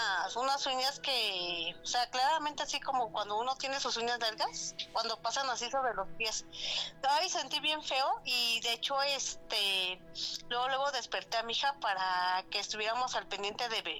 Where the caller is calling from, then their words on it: Metepec, State of Mexico, Mexico; De aquí de Metepec, del Estado de México.